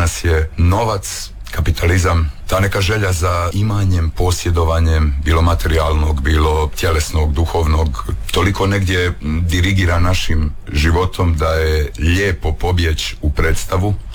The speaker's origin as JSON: {"language": "Croatian", "town": "Dubrovnik", "region": "Dubrovnik-Neretva County", "country": "Croatia", "said": "dolazim u svoj grad odigrati jednu emblematsku ulogu"}